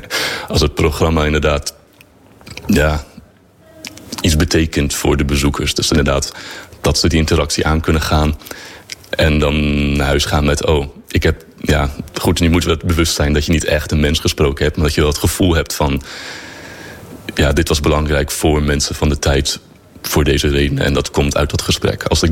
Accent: Luxembourg; Ik ben Nederlander, maar ik ben in het buitenland opgegroeid in Luxemburg.

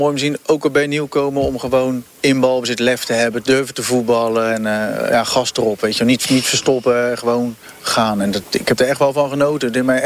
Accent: Goes, Zeeland, Netherlands; born there; moved away; also born or lived in Rotterdam; ik ben geboren in Goes, dus dat is wel leuk. En gewoond in Heinkensand. En op een gegeven moment verhuisd, omdat mijn ouders in Rotterdam werkten. Dus zodoende. En dan wel een tijdje weer teruggewoond in Zeeland, in Heinkensand.

